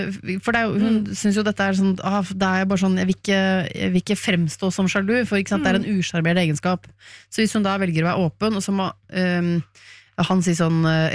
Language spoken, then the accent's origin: Norwegian; Oslo, Norway; jeg er fra Oslo.